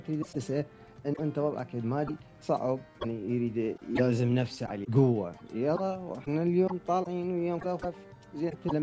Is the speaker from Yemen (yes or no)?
no; Iraq; moved away; انا كعراقي من طلعت من العراق رحت هناك تايوان